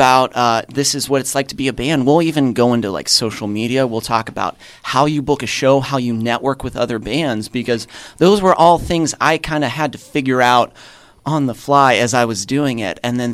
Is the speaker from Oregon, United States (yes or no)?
no; Pittsburgh, Pennsylvania, United States; I did grow up in the South Hills. I grew up in the South Hills.